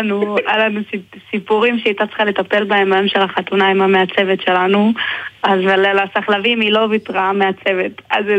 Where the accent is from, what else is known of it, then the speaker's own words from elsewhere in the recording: Arad, Southern District, Israel; אני בעיקרון מערד ואביטל... ממחולה. אז בערך כל הארץ מפרידה בינינו